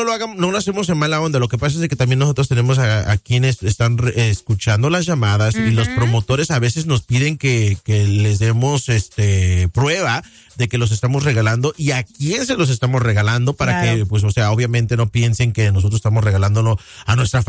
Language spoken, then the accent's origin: Spanish; Morelos, Mexico; Se dice por ahí en Cuernavaca, donde cerquitas de donde soy yo. En Cuernavaca, Morelos